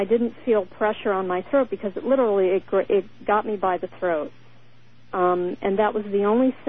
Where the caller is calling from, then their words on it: Syracuse, New York, United States; from Syracuse, New York.